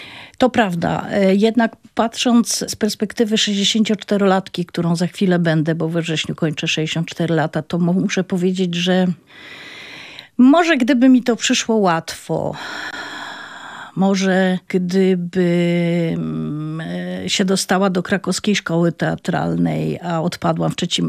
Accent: Świętochłowice, Silesian Voivodeship, Poland; ja urodziłam się w dzielnicy Świętochłowic Lipiny. To jest taka... Wtedy była spokojną dzielnicą, dzisiaj ma taką sławę, powiedziałabym, dość trudną.

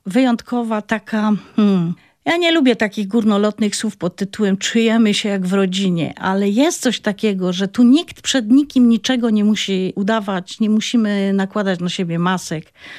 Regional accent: Silesian Voivodeship, Poland; accent: Silesian; że słychać mój akcent, że o, teraz powiedziałaś, o, jak zaśpiewałaś, jak po śląsku.

